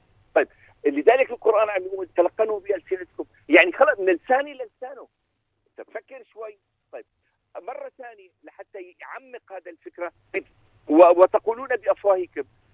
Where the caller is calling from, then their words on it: United Kingdom; شوف سيدي أنا أتحدثك الآن من بريطانيا.